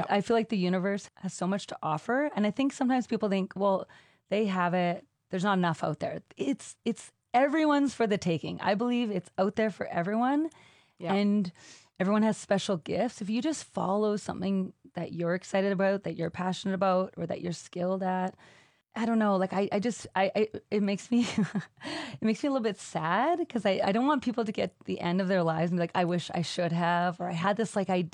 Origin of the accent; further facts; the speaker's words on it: Thunder Bay, Ontario, Canada; moved away; I grew up in Thunder Bay. We call them camps.